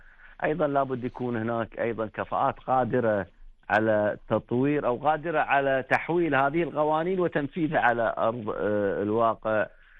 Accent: Kuwait

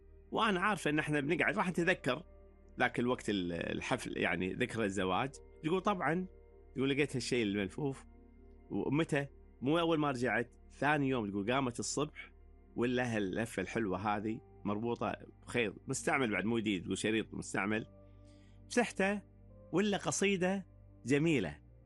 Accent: Kuwait

